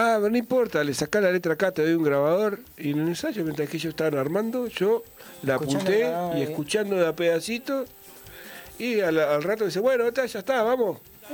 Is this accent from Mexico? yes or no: no; Montevideo, Uruguay